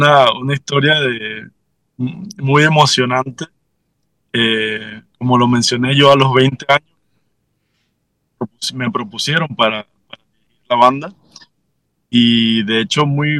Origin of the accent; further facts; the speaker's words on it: Chitré, Herrera, Panama; que soy de Chitré